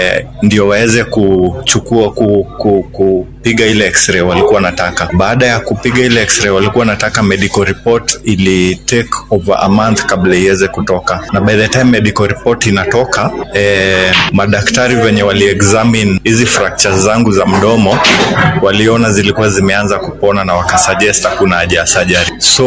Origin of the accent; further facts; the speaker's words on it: Mugoya, Kenya; nimetoka Mugoya.